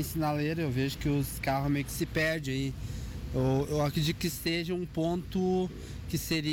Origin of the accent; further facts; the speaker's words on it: Braga, Rio Grande do Sul, Brazil; now in Gravataí, Brazil; Eu sou natural de Braga.